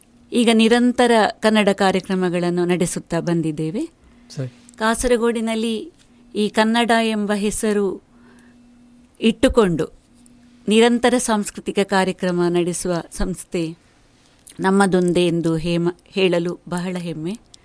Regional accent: Kasaragod, Kerala, India; Nellikatte, ಚೂರಿಪಳದ.

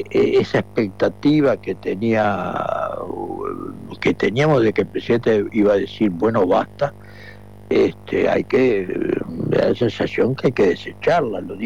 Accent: Canelones, Uruguay; yo soy un canario

